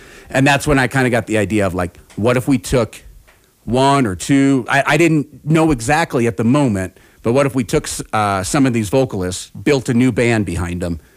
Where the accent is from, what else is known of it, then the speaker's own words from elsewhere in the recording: Minneapolis, Minnesota, United States; It's a collection of like 60s and 70s soul music from my hometown.